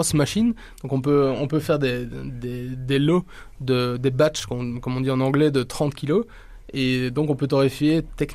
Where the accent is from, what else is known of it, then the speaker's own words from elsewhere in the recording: Belgium; Donc, moi, je viens de Belgique, comme vous l'avez dit au début.